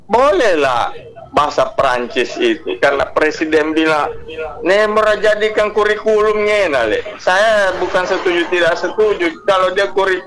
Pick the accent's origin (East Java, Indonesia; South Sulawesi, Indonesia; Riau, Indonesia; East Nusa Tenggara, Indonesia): South Sulawesi, Indonesia; Bone; born there; saya lahir di Bone, Pak, tapi besar di daerah di rantau.